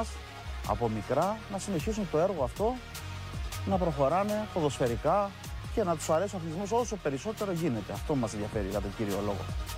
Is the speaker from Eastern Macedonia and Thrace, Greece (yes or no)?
no; Alatsata, Crete, Greece; now in Fortetsa, Greece; εγώ μπορεί να είμαι μεγάλωσα στα Αλάτσατα, αλλά αυτή τη στιγμή ζω στη Φορτέτσα. Άρα είμαι και με τις δύο περιοχές.